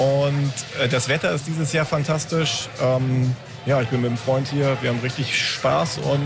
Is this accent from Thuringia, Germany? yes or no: no; Hanover, Lower Saxony, Germany; Ich komme aus der Region Hannover, bin aber gebürtiger Hannoveraner und in der List aufgewachsen.